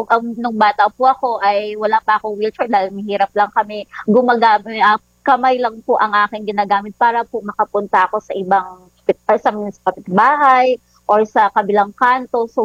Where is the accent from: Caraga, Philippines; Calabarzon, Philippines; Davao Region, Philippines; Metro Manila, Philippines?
Caraga, Philippines; Kasi, una-una, kasi … tubong Surigao del Norte. Doon po ako pinanganak. Nag-aral po ako ng elementarya doon.